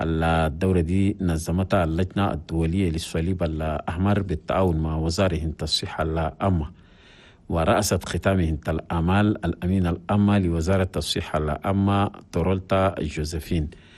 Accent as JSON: {"language": "Arabic", "country": "Chad"}